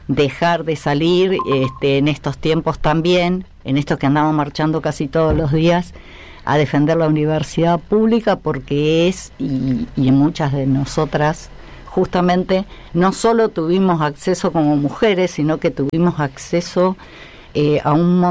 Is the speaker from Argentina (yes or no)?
yes; Mercedes, Buenos Aires Province, Argentina; Básicamente, yo soy bonaerense, soy nacida en Mercedes, provincia de Buenos Aires, hija única